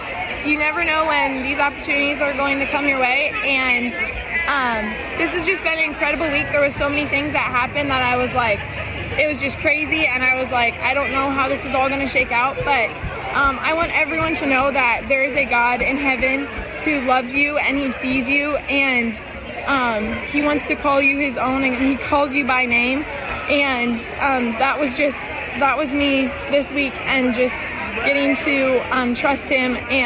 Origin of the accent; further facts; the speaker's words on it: Milford, Nebraska, United States; I'm from Milford, Nebraska.